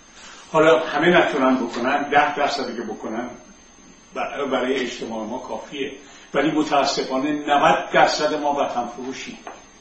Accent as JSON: {"language": "Persian", "town": "Tehran", "region": "Tehran Province", "country": "Iran", "tie": "born or raised there", "said": "توی یکی از پایین ترین محله های تهران به وجود اومدم، تو خاک خل بزرگ شدم."}